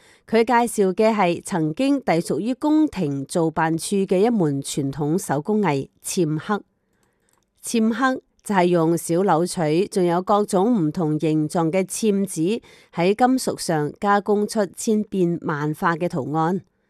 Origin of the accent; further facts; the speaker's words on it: Malaysia; 所以我一直都很感恩自己身为马来西亚华人的第三代，甚至我以身为马来西亚华人为荣，以及流淌着中华民族的血为傲。